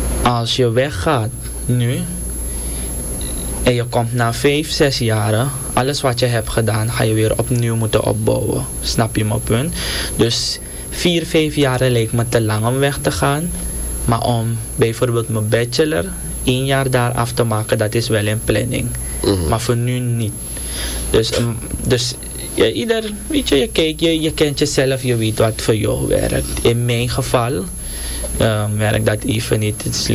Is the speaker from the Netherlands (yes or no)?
no; Suriname; En wij Surinamers hebben niet echt een vaste accent.